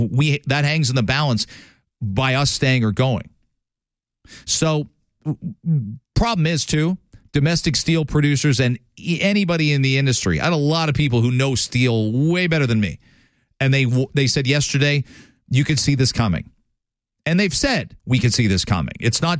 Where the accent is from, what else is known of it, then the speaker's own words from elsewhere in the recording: Canada; I think you should be able to buy what you want as a Canadian consumer.